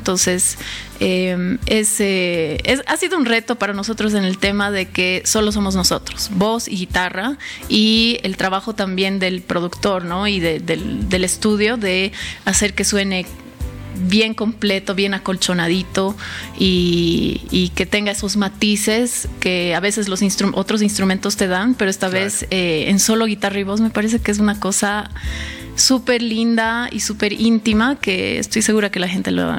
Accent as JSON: {"language": "Spanish", "region": "La Paz", "country": "Bolivia", "said": "como bolivianos, como paseños específicamente"}